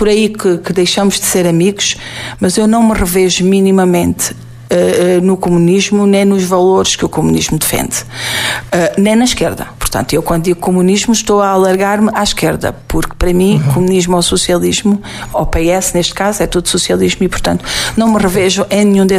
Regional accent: Benavila, Alentejo, Portugal; born or raised there; now in Portalegre, Portugal

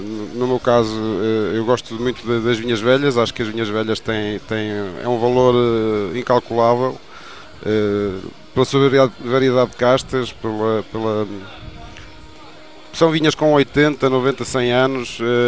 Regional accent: Pinhão, Norte, Portugal; born there; now in Macedo de Cavaleiros, Portugal; eu sou do Pinhão, não é? Conheço o Douro, nasci lá

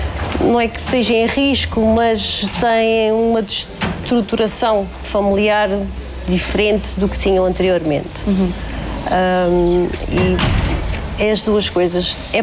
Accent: São Brás de Alportel, Algarve, Portugal; now in Fuseta, Portugal; tenho 42 anos, sou natural de São Brás do Portel, mas atualmente vivo na Fuseta.

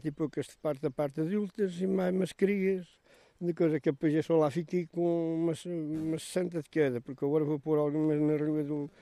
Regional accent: Centro, Portugal; não é por ser aqui a minha terra

